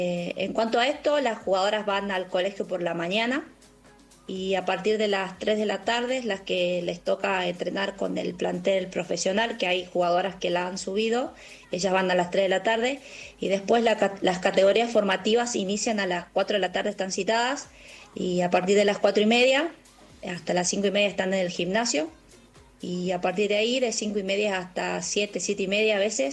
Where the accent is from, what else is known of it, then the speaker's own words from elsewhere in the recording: Jujuy, Argentina; moved away; no soy la única jujeña que está